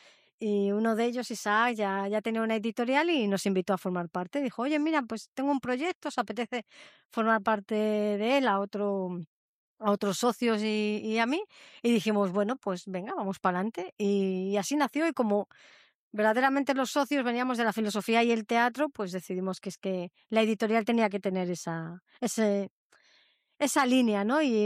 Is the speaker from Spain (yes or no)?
yes; Madrid, Community of Madrid, Spain; now in Bilbao, Spain; Yo no vivo aquí en Bilbao, claro, yo soy de Madrid. Y me he mudado hace 3 años aquí